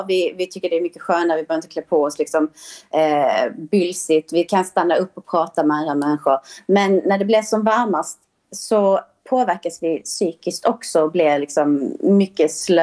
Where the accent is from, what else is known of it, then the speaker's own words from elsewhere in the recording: Sweden; som svensk så är man ju sällan utsatt för en sån typ av värme och känner därför inte till sina begränsningar heller.